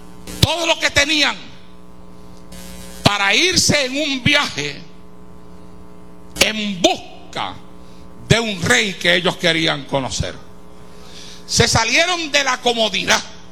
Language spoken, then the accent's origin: Spanish; Santa Isabel, Puerto Rico